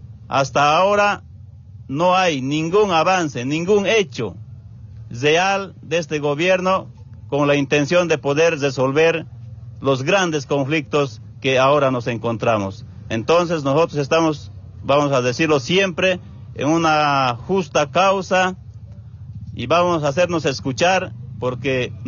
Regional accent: Bolivia; Entonces nosotros como bolivianos no podemos permitir que de esa manera nos amedrente

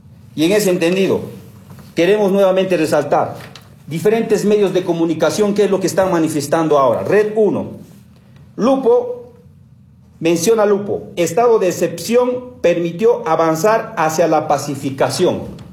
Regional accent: Bolivia; todos los que somos bolivianos y bolivianas

